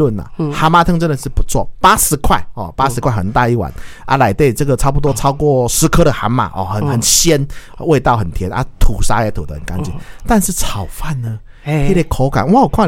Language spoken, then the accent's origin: Chinese; Taiwan; 哎，可能是我们台湾人不喜欢这个口味啦